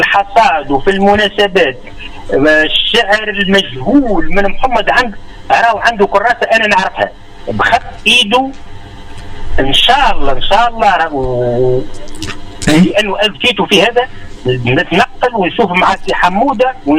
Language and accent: Arabic; Tunisia; احنا في تونس